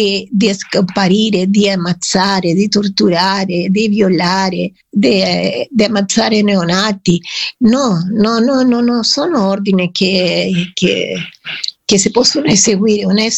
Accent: Chile; Italian is a second language; moved away as an adult; also born or lived in Italy

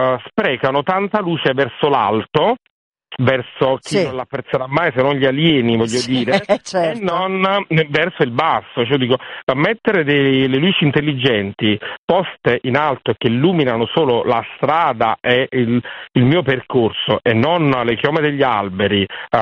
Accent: Naples, Campania, Italy; se devo passeggiare per la periferia di Napoli, perché sono napoletano

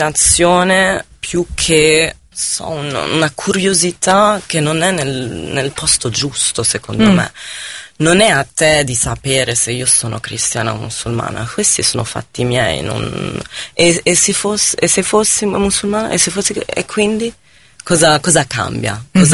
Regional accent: North Governorate, Lebanon; accent: northern / Tripoli; Italian is a second language; moved away as an adult; also born or lived in Beirut; il tuo accento è del nord o è di Tripoli, e quindi lo sanno subito che non sei di Beirut

